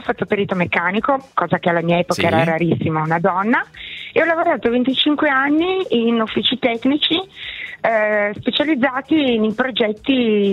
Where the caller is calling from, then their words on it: Dusino San Michele, Piedmont, Italy; Io sono a Dusino San Michele, che è un micro paese in provincia di Asti